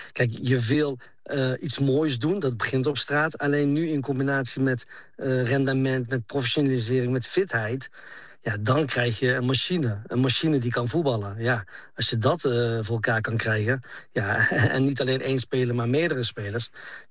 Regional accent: Netherlands; now in Belgium; Want ik ben weliswaar geboren in Nederland. Ik ben hier opgegroeid. Je hoort het aan me. Ik praat gewoon Nederlands.

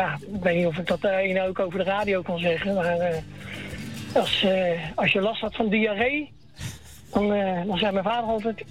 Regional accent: The Hague, South Holland, Netherlands; Ja, kijk, ik ben geboren en getogen in Daagse Schilderswijk. En ik zal nooit mijn afkomst van verlogenen.

